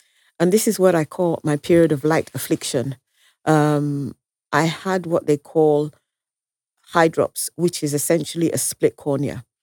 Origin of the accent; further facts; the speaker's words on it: London, United Kingdom; born there; also born or lived in Nigeria; growing up in London